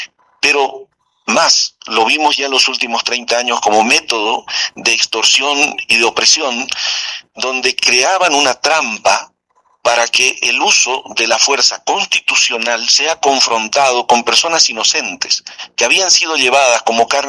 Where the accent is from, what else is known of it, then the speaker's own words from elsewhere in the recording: Bolivia; Nosotros hemos, como bolivianos, todo el pueblo boliviano ha hecho un gran sacrificio para resguardar las vidas